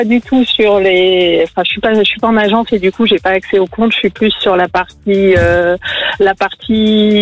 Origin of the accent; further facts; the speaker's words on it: Chavenay, Île-de-France, France; Chavenay, près de, ent